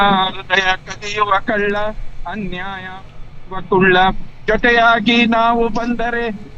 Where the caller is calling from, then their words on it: Shivamogga, Karnataka, India; ಅಂದ್ರೆ ವಿದ್ಯಾನಗರ ಶಿವಮೊಗ್ಗ.